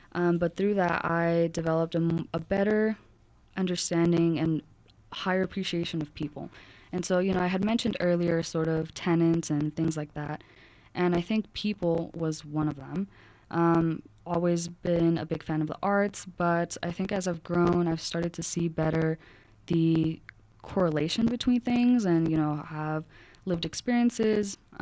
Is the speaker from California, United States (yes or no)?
no; Denver, Colorado, United States; I'm from Montbello, and I was born and raised there. So more or less off of 56th and Peoria.